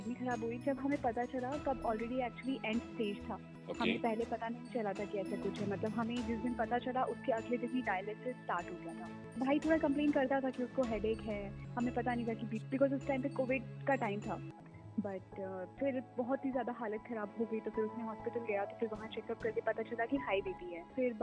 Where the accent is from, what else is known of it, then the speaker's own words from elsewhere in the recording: Assam, India; born there; now in Bangalore, India; मेरे father air force में थे, तो मेरा जन्म आसाम में हुआ था और मैं डिफरेंट स्टेट्स में बड़ी हुई हूँ।